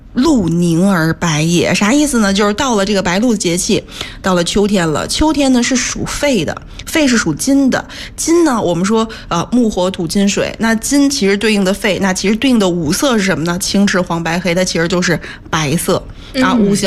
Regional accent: Northeast China, China; 像我们作为东北人该积酸菜了

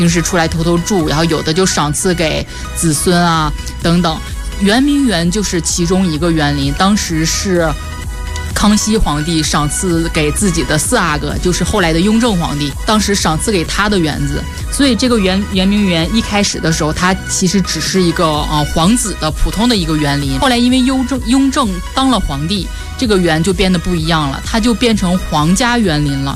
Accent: Northeast China, China; moved away; 女真人她一开始生活在我老家那边嘛，就是黑龙江然后吉林那边白山黑水

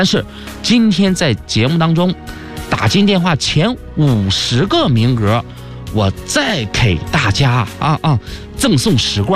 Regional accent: Dalian, Liaoning, China; 因为我是土生土长的大连人哈、

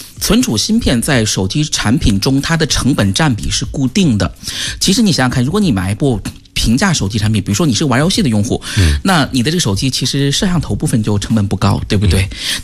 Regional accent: China

